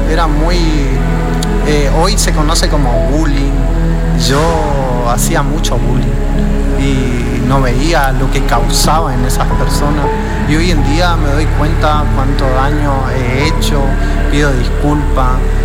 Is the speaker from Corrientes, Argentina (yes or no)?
yes; Paso de los Libres, Corrientes, Argentina; moved away as an adult; now in Chaco, Argentina; yo soy de Paso de los Libres